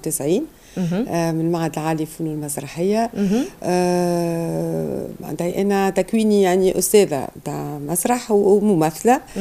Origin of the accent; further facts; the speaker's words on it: Tunisia; moved away as an adult; also born or lived in France; دونك وليت جيت ال 2001 رجعت لتونس باش دخلت يعني ندرس في الجامعة.